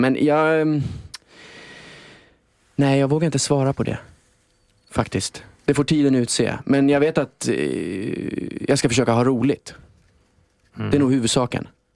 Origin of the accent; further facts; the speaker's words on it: Finland; Och då, det är liksom första gången som någon har erkänt mig som svensk-finne.